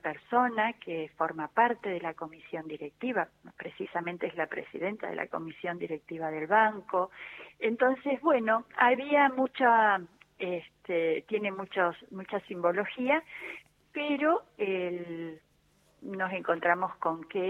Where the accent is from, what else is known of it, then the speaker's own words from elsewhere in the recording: Argentina; si queremos festejar que somos argentinos